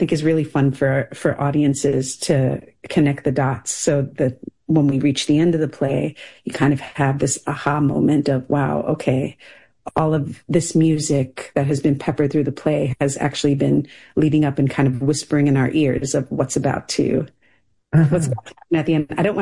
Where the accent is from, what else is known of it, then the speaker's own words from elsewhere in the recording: New York City, New York, United States; also born or lived in Grenada; the daughter of a Grenadian man and an Italian-American woman. I grew up in New York City, but Grenada has always been my second home.